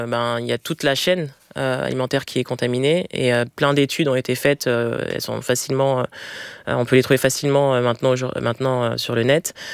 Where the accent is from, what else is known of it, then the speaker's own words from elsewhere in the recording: Villiers-le-Bel, Île-de-France, France; also born or lived in Clamart; Je suis née à Clamart, mais j'ai grandi à Villers-le-Bel. Puis après, oui, pas mal de déménagement un peu partout en Ile-de-France avec un point de chute dans le 77.